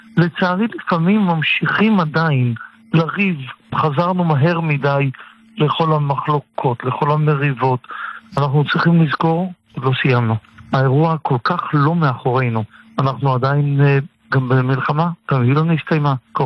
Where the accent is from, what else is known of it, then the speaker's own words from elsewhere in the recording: Tel Aviv, Tel Aviv District, Israel; born there; אני יליד תל אביב